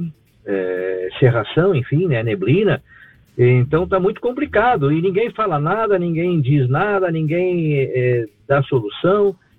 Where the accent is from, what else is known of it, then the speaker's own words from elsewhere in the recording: Seara, Santa Catarina, Brazil; Dessa rodovia de Seara, eu sou de Seara, né?